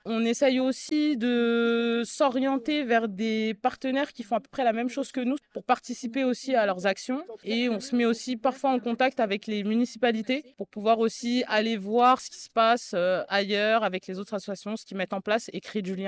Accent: Paris, Île-de-France, France; Nous, on vient de Paris à la base.

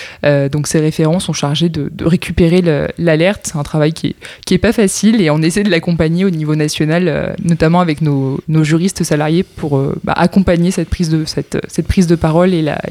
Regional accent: Provence-Alpes-Côte d'Azur, France; j'ai 26 ans, je suis originaire des Bouches-du-Rhône

